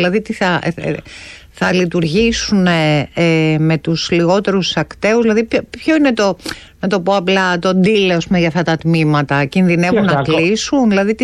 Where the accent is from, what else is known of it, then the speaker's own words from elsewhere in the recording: Serres, Central Macedonia, Greece; Ή στα Σέρα, στην πατρίδα μου